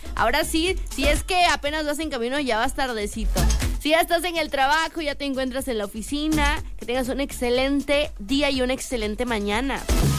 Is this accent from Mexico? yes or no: yes; Mexico